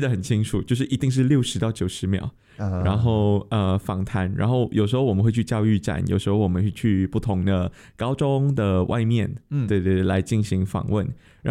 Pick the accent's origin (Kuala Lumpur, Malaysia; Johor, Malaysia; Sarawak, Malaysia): Kuala Lumpur, Malaysia; now in Taiwan; 然后也来自马来西亚，来自马来西亚吉隆坡。